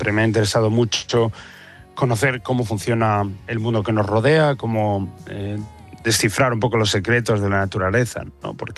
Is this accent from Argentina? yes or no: no; Spain; yo creo que todos como españoles, yo creo que y como habitantes del mundo